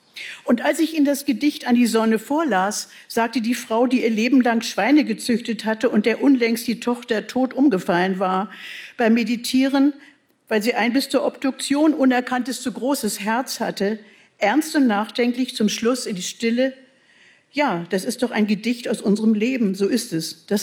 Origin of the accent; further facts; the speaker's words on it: Berlin, Germany; Na, ich bin, ich bin eine Berliner Spottdrossel.